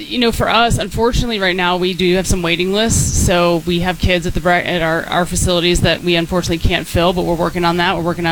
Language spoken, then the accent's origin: English; Chicago, Illinois, United States; moved away as an adult; also born or lived in Indiana; So I'm from Chicago area.